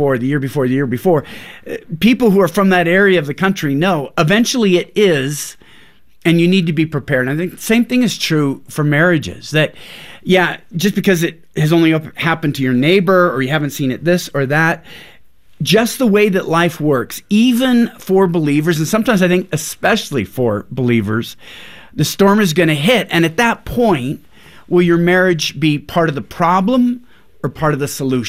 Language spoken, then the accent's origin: English; Pacific Northwest, United States